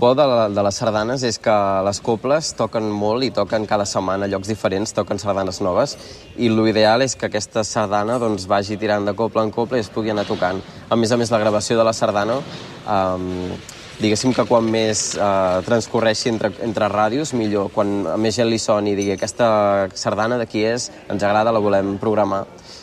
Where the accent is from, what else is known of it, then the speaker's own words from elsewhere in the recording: Tordera, Catalonia, Spain; aquí no sé si és perquè és el meu poble